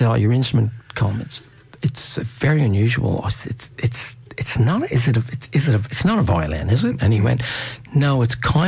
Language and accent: English; Ireland; I think as an Irishman, I think it's just our birthright.